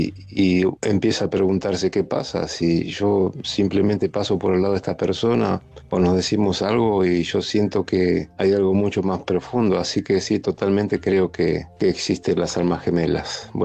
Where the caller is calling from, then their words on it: Mallorca, Balearic Islands, Spain; desde Mallorca.